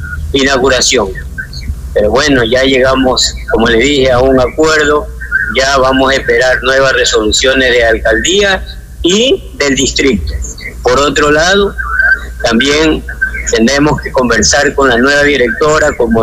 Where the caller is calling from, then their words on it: Santa Elena, Ecuador; Yo soy de Bambil Desecho.